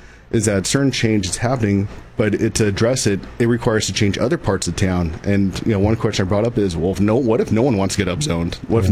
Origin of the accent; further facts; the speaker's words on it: Grover Beach, California, United States; like I said, being born and raised in Grover Beach